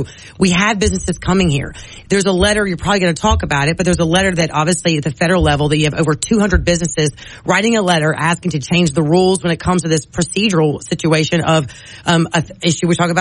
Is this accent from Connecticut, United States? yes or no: no; Louisiana, United States; he heard I was from Louisiana